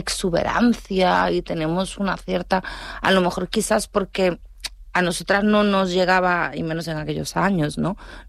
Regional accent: Canary Islands, Spain; moved away as an adult; now in Madrid, Spain; Es que soy canaria

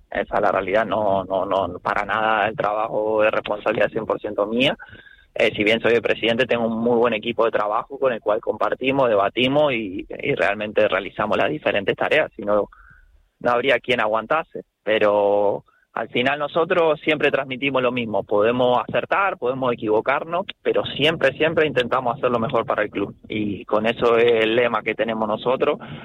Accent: Argentina; also born or lived in Uruguay / England; now in Canary Islands, Spain; en este caso de Argentina me fui a Uruguay, de Uruguay a Inglaterra, de Inglaterra vine acá a Canarias, siempre ligado al fútbol, la verdad.

